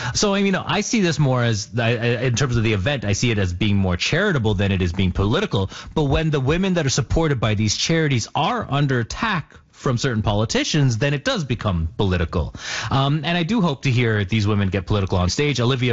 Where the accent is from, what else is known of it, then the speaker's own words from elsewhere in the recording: Canada; I mean, what a time to be in the U.S. as a Canadian while Trump's waging this the nonsensical war on us.